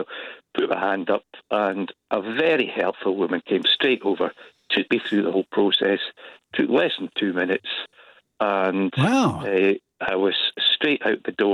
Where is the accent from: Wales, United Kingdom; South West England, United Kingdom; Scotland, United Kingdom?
Scotland, United Kingdom; And so many people actually asked, when I said I was from Scotland, they said, what are you doing here?